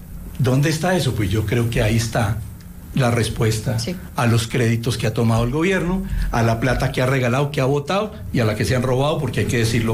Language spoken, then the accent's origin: Spanish; Huila, Colombia; En mi tierra, por ejemplo, en el Huila